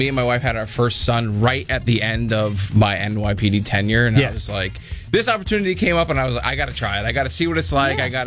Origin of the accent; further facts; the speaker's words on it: Long Island, New York, United States; So I grew up in Long Island, actually, so in a cop family.